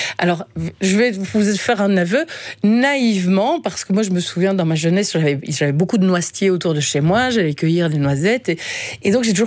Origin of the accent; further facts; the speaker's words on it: Belgium; chez nous en Belgique et particulièrement en Wallonie.